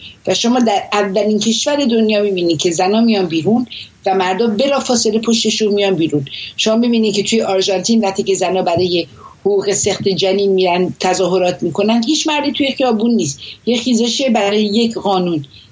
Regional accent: Iran; now in Paris, France; توی اون مملکت بزرگ شدم

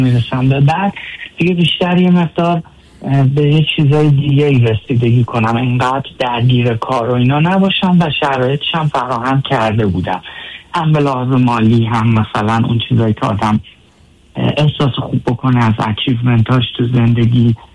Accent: Iran; born or raised there; moved away as an adult

